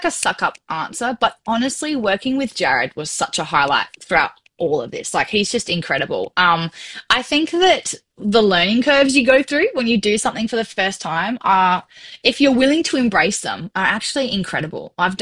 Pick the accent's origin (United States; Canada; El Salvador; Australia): Australia; South Australia; I am from South Australia.